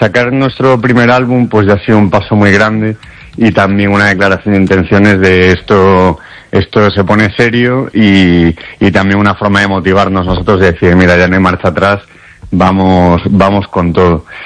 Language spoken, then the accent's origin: Spanish; A Coruña, Galicia, Spain; pasado mañana tocamos en Coruña, que es nuestra... la casa mía y de Miguel, el batería de … que somos los dos de Coruña.